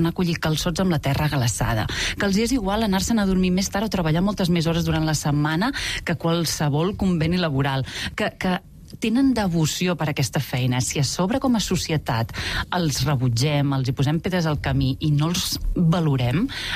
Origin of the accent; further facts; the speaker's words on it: Torroella de Fluvià, Catalonia, Spain; born there; moved away as an adult; Vaig néixer a Torroella Fluvià, que és un poblet de l'Alt Empordà, en un veïnat molt petit que es diu Sant Tomàs de Fluvià, però jo sempre he sentit que era urbanita i a mi la ciutat m'ha atrapat sempre.